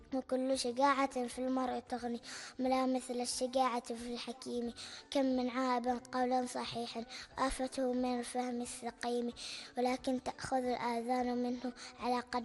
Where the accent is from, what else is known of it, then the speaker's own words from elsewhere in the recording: Oman; لأنهم من بلدي عمان الحبيبة